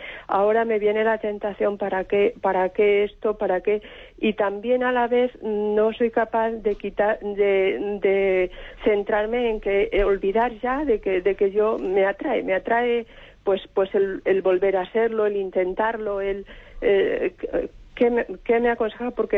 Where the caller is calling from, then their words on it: Madrid, Community of Madrid, Spain; de Madrid.